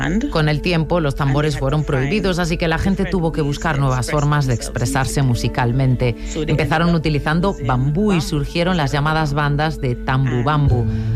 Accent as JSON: {"language": "Spanish", "region": "Tobago", "country": "Trinidad & Tobago", "lives_now": "New York, United States", "said": "soy de Trinidad y Tobago, concretamente de la isla de Tobago."}